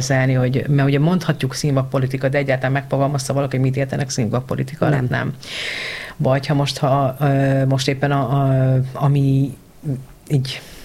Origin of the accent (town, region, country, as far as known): Hungary